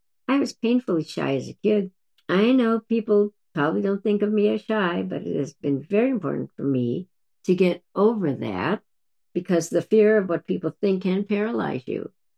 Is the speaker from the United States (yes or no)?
no; Canada; I'm Canadian and I need butter.